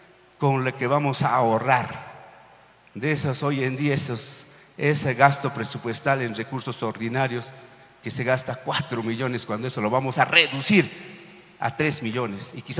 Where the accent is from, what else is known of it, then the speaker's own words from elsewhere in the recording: Peru; Todos somos peruanos al final.